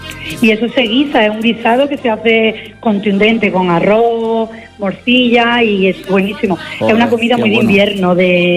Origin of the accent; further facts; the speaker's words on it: Sayalonga, Andalusia, Spain; born there; yo soy nacida en Zayalonga, mis padres son de Zayalonga